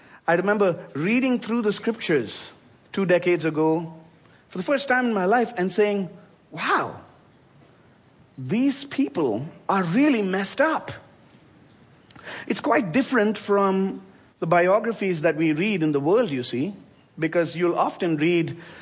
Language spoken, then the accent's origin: English; India; my home country, India